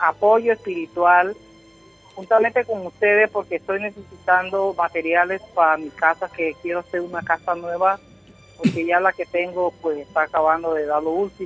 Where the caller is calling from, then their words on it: Chame, Panamá Oeste, Panama; estoy llamando de Chame